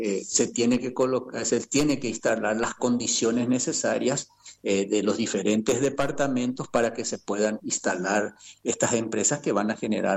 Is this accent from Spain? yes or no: no; Pilar, Ñeembucú, Paraguay; moved away; yo soy de Pilar y nací con manufactura Pilar